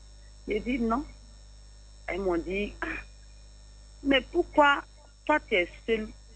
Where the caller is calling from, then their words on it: Bingerville, Abidjan, Côte d’Ivoire; J'appelle de Bengerville.